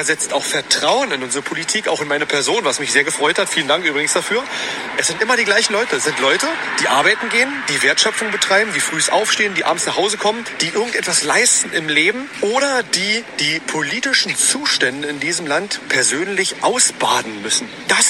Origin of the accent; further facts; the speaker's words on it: Berlin, Germany; seine eigene Heimat, seine eigene Stadt nicht mehr wieder. Und das sage nicht nur ich, das sagen sehr viele alteingesessene Berliner.